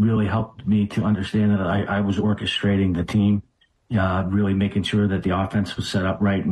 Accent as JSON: {"language": "English", "town": "Runnymede", "region": "New Jersey", "country": "United States", "tie": "born or raised there", "said": "Runnymede, New Jersey, one sibling older than me. That's where I grew up."}